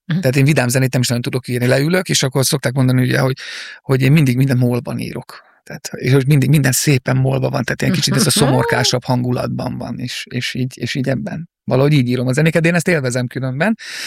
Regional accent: Hungary; also born or lived in Moscow, Russia; ugye én egy örmény származású fiatalember vagyok, most már nem vagyok fiatalember. Én Moszkvába születtem, ugye a Szovjetunióban, szüleim így jöttek Magyarországra, itt kaptak egy munkalehetőséget

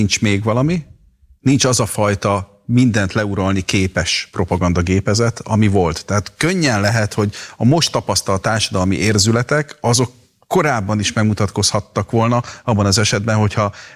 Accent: Szeged, Csongrád-Csanád, Hungary; Szegedi vagyok.

